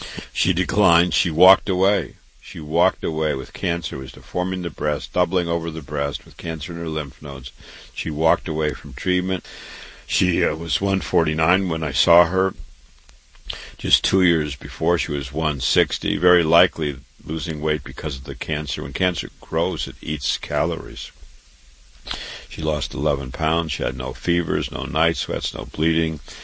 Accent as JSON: {"language": "English", "town": "Waterloo", "region": "Iowa", "country": "United States", "tie": "born or raised there", "said": "I was born and raised in Waterloo, Iowa. I went to public school, university, MD at 25"}